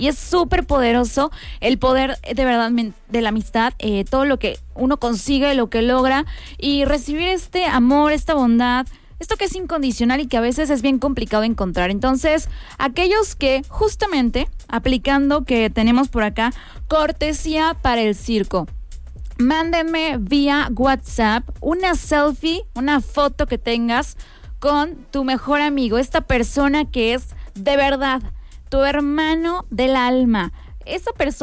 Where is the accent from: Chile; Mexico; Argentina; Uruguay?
Mexico; como buen mexicano, te pones a platicar con medio mundo.